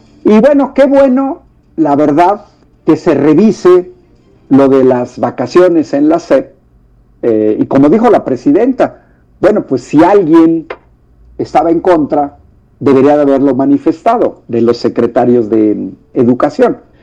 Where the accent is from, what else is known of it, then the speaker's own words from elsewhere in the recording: Mexico; nosotros como mexicanos